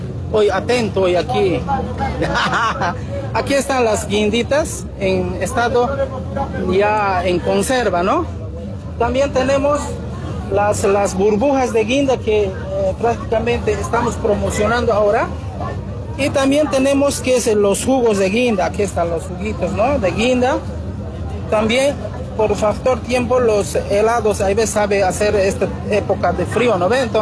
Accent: Colomi, Cochabamba, Bolivia; somos de Colomi

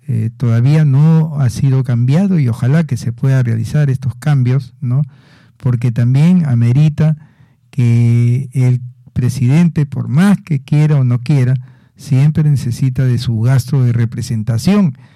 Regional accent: Oyón, Lima, Peru; Soy de aquí, de Ollón, soy de la provincia

